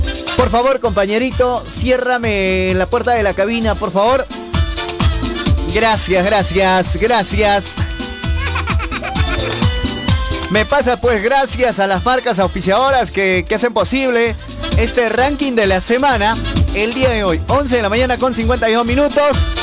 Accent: Peru; todos somos peruanos

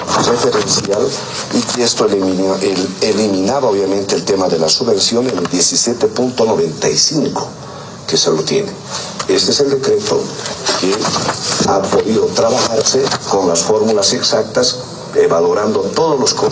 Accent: Carabuco, La Paz, Bolivia; llegando a Carabuco, que es el lugar de mi pueblo, de mi comunidad.

